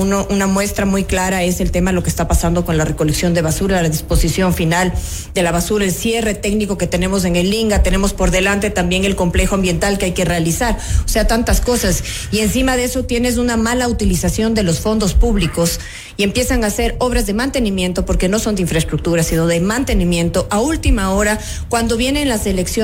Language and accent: Spanish; Quito, Pichincha, Ecuador; El impuesto más alto que nosotros pagamos como quiteños es el impuesto a la ineficiencia.